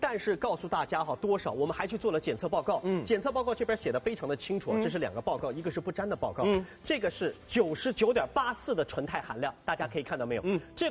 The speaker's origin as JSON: {"language": "Chinese", "region": "Shanghai", "country": "China", "tie": "born or raised there", "said": "在弄堂长大，"}